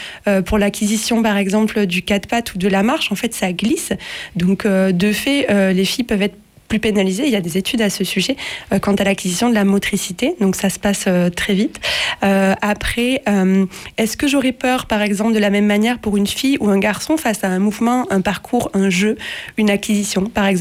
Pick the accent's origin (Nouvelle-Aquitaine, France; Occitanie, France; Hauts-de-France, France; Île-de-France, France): Occitanie, France; Millau; moved away as an adult; also born or lived in Argentina; Après 8 ans avoir vécu à l'étranger, que là j'ai pris un peu de plein fouet aussi parce que je suis revenue dans ma ville où j'ai grandi, donc à Millau